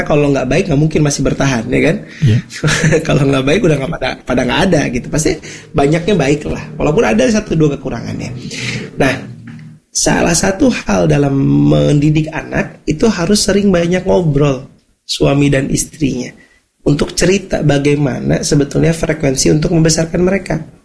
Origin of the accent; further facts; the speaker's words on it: Pontianak, West Kalimantan, Indonesia; Pernah misalkan ikut kelasnya Ustadz mana di Bandung, kami dari Pontianak terbang, datang berkorban, uangnya kita siapin.